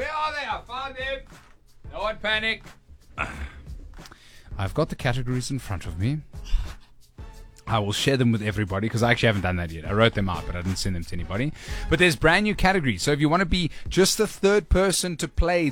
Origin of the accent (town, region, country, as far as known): Liverpool, North West England, United Kingdom; accent: Liverpudlian; moved away